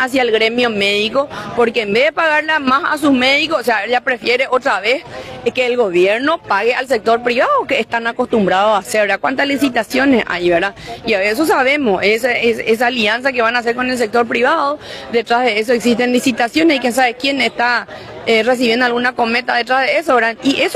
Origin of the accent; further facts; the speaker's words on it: Paraguay; Nosotros como paraguayos